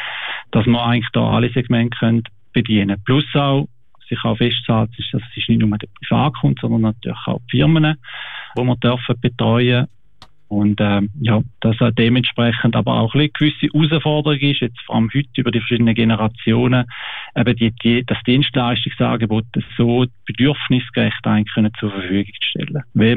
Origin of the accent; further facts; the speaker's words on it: Wilchingen, Schaffhausen, Switzerland; Mein Vater ist von Helsinki. Schon lange aber in der Schweiz und meine Mutter ist von Wilchingen. Wir sind in Wilchingen aufgewachsen.